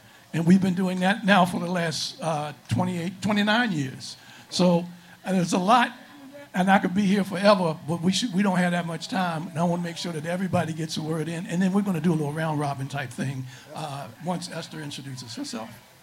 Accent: Washington, District of Columbia, United States; I was born in Washington, D.C., actually at Georgetown Hospital, but my first home was 2410 Hartford Street Southeast. And my father decided that he wanted to move us up to Northwest. But I went from preschool all the way through my master's degree right here in Washington, D.C.

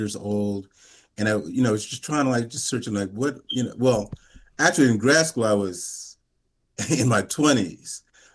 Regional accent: Washington, District of Columbia, United States; born there; also born or lived in Boston; I was born in Washington, D.C.

